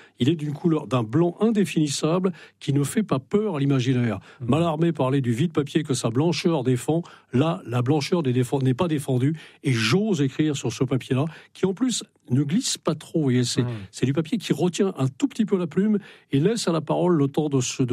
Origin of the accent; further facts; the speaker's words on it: Brittany, France; je ne suis pas breton de cœur, je suis breton.